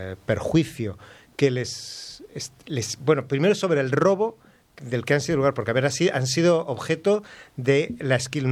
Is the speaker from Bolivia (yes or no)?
no; Basque Country, Spain; yo que soy vasco